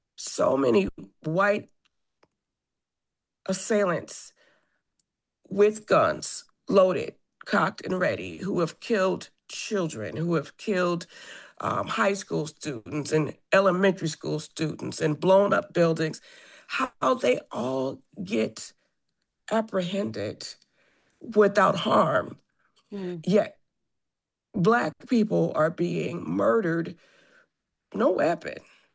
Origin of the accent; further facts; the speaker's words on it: Madison, Wisconsin, United States; I grew up in Madison. I've been here since 1971 and grew up really in a different Madison than we see today.